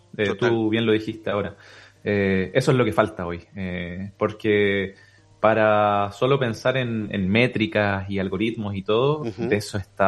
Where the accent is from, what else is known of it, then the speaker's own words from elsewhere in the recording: Temuco, Araucanía, Chile; now in Concepción, Chile; Yo soy de Temuco, viví y crecí toda mi infancia.